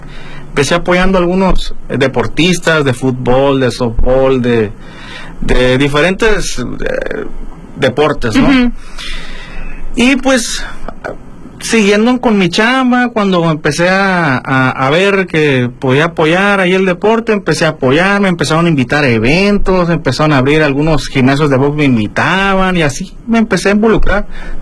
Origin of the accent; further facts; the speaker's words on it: La Paz, Baja California Sur, Mexico; Pues hasta aquí en toda la ciudad de La Paz, ¿no? Porque aquí es mi tierra, es donde yo nací, es donde pues yo creo que aquí me voy a morir